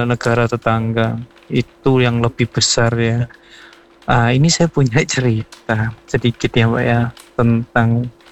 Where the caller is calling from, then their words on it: East Java, Indonesia; di daerah saya di daerah Wagiring Jedong, Kabupaten Malang. Kebetulan rumah saya ini di perumahan kecil, Mbak, di pinggir ya, yang mepet dengan kebun tebu.